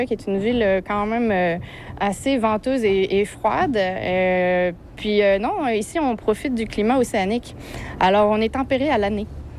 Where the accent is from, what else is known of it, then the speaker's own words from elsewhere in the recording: Tulle, Nouvelle-Aquitaine, France; born there; Mais oui, je suis née à Tulle.